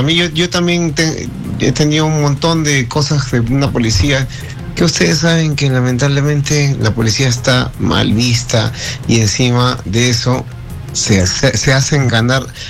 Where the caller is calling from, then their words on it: Peru; De San Luis.